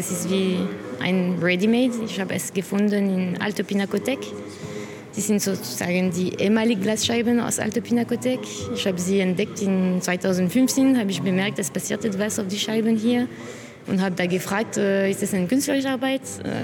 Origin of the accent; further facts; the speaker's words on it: France; German is a second language; now in Munich, Germany; ich bin Französin. Ich studiere hier seit 5 Jahren in Klasse Gregor Schneider.